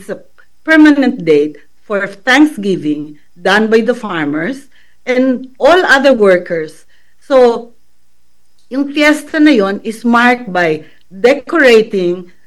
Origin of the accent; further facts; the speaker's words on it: Lucban, Calabarzon, Philippines; kaming mga tubong Lukban